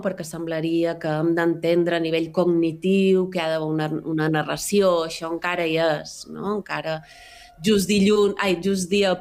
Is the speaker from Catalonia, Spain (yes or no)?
no; Marratxí, Balearic Islands, Spain; Que és d'on som jo, uh-huh. Sí.